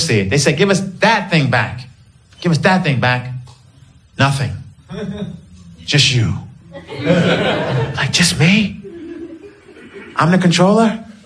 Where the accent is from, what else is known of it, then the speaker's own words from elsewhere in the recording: New York City, New York, United States; now in Los Angeles, United States; I'm a New Yorker, so it's weird. People still think I live in New York, but I do live in LA and I miss New York.